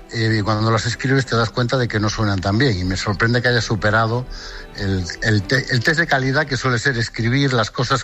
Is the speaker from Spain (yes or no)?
yes; Galicia, Spain